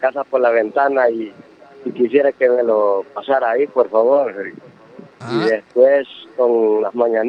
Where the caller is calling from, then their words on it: Tegucigalpa, Francisco Morazán, Honduras; De aquí de la colonia Ciudad Guzmán.